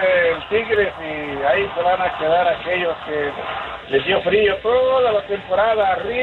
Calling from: Long Beach, California, United States; de Long Beach.

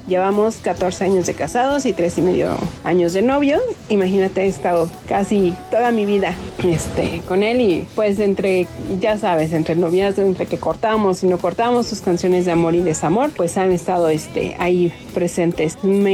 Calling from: San Andrés Cholula, Puebla, Mexico; Yo soy de San Andrés, Cholula.

